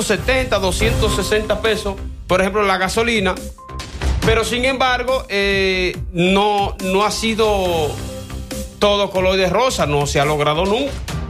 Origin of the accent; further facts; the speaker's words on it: Dominican Republic; Nosotros, como dominicanos